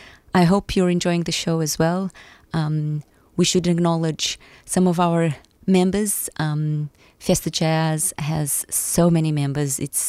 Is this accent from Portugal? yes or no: yes; Portugal; couple of tracks from my home country, Portugal.